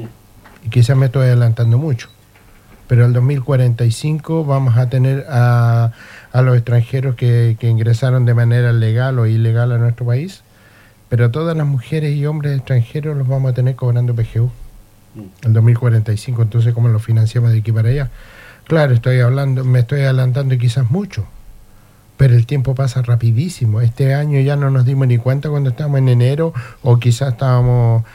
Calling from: Chile; nosotros hemos trabajado toda la vida en Chile, somos chilenos

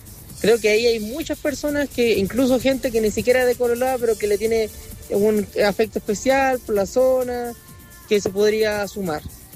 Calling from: Calama, Antofagasta, Chile; de Calama.

